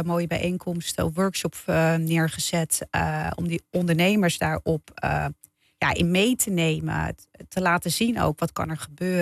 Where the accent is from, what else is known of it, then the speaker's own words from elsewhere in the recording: Haarlem, North Holland, Netherlands; also born or lived in Amsterdam; Ik ben geboren en getogen in Haarlem.